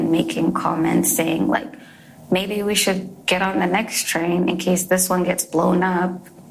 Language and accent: English; Canada; I'm as Canadian as it gets